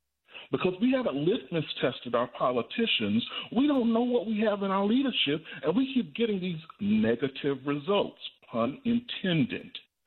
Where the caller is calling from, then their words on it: Georgia, United States; I remind the audience, I'm calling from Georgia, where Dr. King did his greatest work